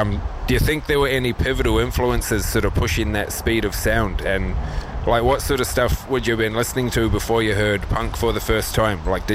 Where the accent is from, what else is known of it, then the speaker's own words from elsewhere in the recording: New Zealand; moved away; also born or lived in Papamoa, New Zealand; I'm from New Zealand and I used to live in a place called Papamoa